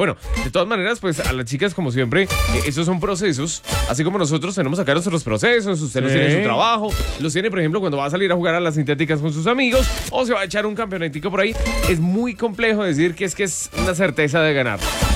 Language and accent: Spanish; Colombia